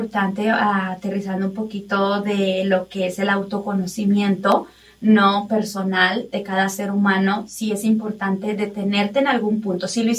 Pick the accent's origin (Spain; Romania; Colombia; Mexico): Mexico; yo crecí en México